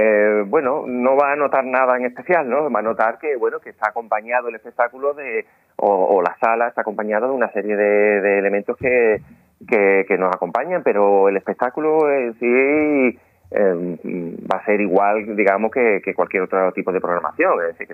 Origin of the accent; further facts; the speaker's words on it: Morón de la Frontera, Andalusia, Spain; es de Morón de la Frontera, de mi pueblo